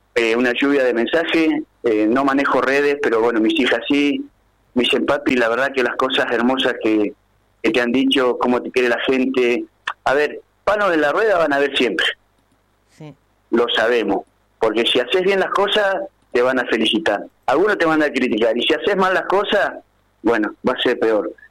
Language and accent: Spanish; Cipolletti, Río Negro, Argentina; No, yo vengo para la gente de Cipolletti, para mi ciudad